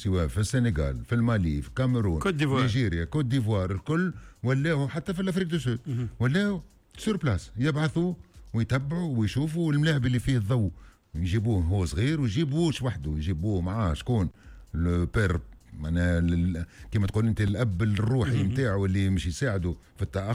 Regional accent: Tunisia; فإحنا في تونس

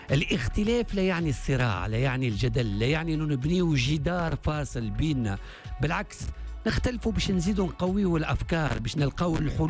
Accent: Tunisia; التوانسة ولينا قاسين على بعضنا

